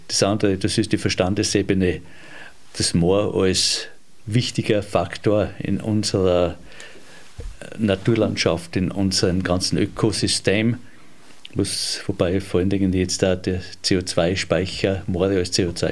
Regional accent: Gosau, Upper Austria, Austria; ich bin da in Gosau aufgewachsen, speziell in dieser Gegend, das ist das Hintertal, das war unsere Spielwiese hier.

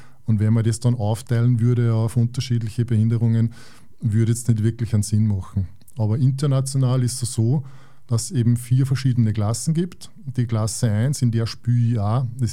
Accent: Bach, Upper Austria, Austria; Genau, also ich komme aus Bach bei Schwanenstadt, also kleinste Gemeinde Oberösterreichs einwohnermäßig mit ungefähr 320 Einwohnern.

